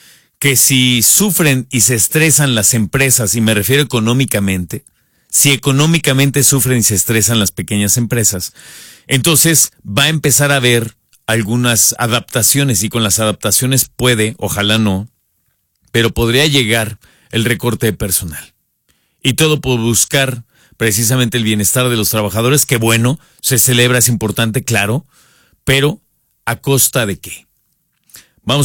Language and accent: Spanish; Mexico; porque soy mexicano